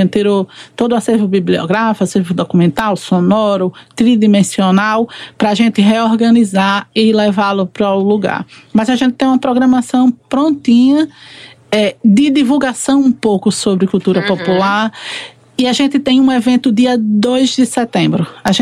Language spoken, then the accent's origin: Portuguese; Sergipe, Brazil; A gente sente o nordestino, ele sempre saudade de casa no meio